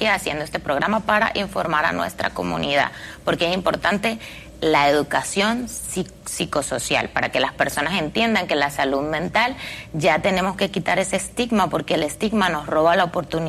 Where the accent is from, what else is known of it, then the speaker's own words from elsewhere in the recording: Venezuela; moved away as an adult; also born or lived in New York; now in Miami, United States; yo soy venezolana y me gradué en Venezuela